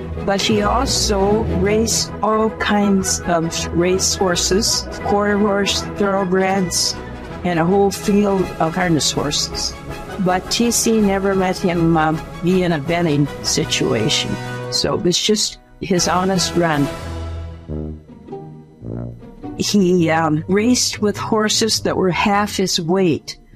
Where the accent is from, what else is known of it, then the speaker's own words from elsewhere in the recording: Miles City, Montana, United States; Miles City, Montana, which is my hometown. And when I was growing up, we had many entertaining things at a rodeo.